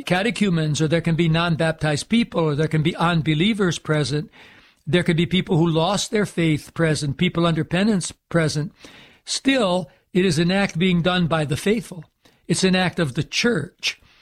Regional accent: Endicott, New York, United States; now in Ellwood City, Pennsylvania, United States; I grew up in Endicott, New York, which to this day is technically a village. It is not a city.

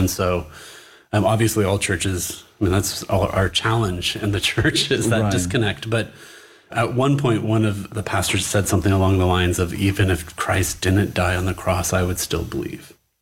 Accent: California, United States; born there; moved away as an adult; also born or lived in Texas; now in South Canaan, Pennsylvania, United States; I grew up in an evangelical home. My dad was a minister. We had spent about half my childhood in Texas. Oh, okay. And then the other half in Southern California in a big mega church.

